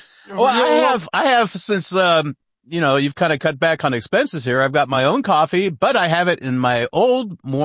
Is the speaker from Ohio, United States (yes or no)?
yes; Ohio, United States; Yeah, so I grew up in a small town outside of Canton, Ohio.